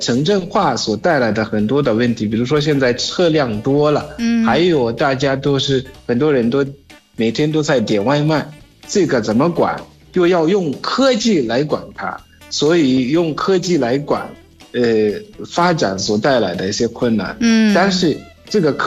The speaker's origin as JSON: {"language": "Chinese", "country": "Zimbabwe", "second_language": "Chinese", "moved": "yes", "lives_now": "China", "said": "我是来自津巴布的"}